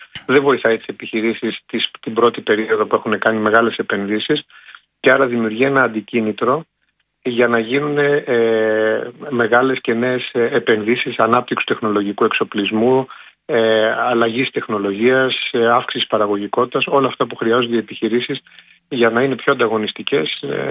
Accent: Greece

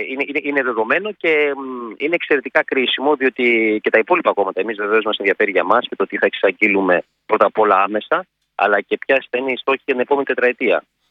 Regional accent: Vonitsa, Western Greece, Greece; ήμουνα στη Γόνισσα τότε και στο χωριό μου πήγαινα προς Λευκάδα.

